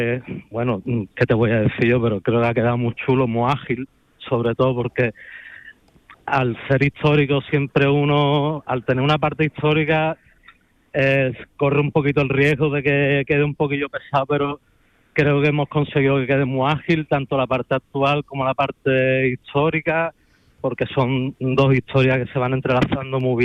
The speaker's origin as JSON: {"language": "Spanish", "town": "Cádiz", "region": "Andalusia", "country": "Spain", "said": "tirando pa casa, pa Cádiz"}